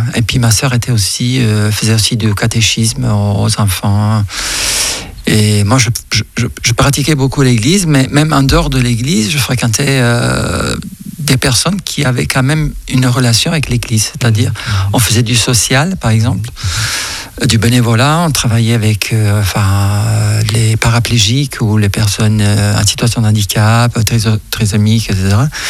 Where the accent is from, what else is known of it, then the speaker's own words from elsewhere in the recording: Sicily, Italy; French is a second language; moved away as an adult; also born or lived in Florence; c'est la Sicile. Je viens de Sicile.